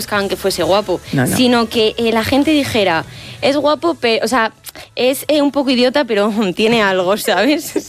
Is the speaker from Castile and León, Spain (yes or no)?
yes; Castile and León, Spain; Y si soy salmantina.